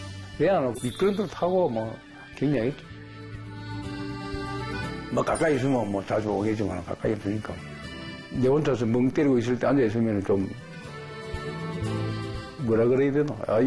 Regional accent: Gyeongsang, South Korea; 우리 경상도 사람으로서

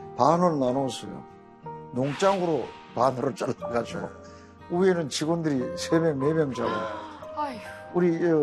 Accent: Donghae, Gangwon, South Korea; 저 고향이 강원도 무코입니다.

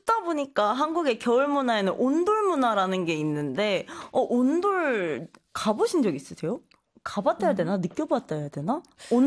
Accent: South Korea; 저희는 사실 한국인들은 어떻게 보면 좀 당연하잖아요. 겨울에 눈이 오는 게.

